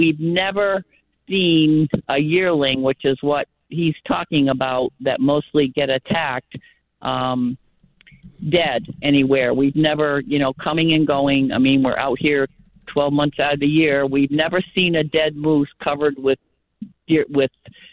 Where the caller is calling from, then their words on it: Hancock County, Maine, United States; we've been out here in Township 32 for 52 years